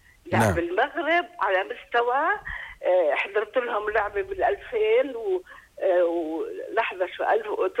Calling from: Amman, Amman Governorate, Jordan; أنا من عمان

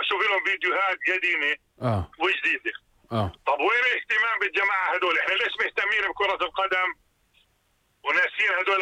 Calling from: Jordan; عندنا في الأردن

